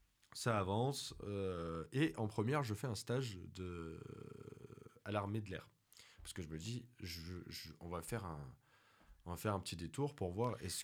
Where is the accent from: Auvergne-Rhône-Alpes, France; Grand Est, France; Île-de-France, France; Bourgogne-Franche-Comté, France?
Auvergne-Rhône-Alpes, France; Clermont-Ferrand; also born or lived in Turkey (home town of birth); moi, qui ai grandi dans un quartier populaire, hein, j'ai grandi à la Gautière